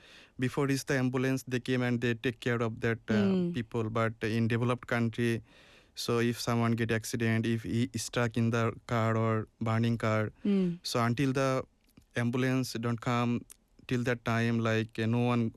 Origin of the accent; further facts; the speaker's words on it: Khulna, Khulna Division, Bangladesh; Actually, I'm from Khulna. Mm-hmm. It's a southern part of Bangladesh.